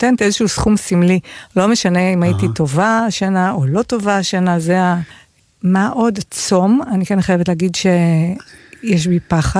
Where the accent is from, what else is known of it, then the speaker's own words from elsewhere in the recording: Bnei Brak, Tel Aviv District, Israel; היה בבני ברק, אצלנו בבני ברק היה, ואני זוכרת שאמרתי, זה לא פייר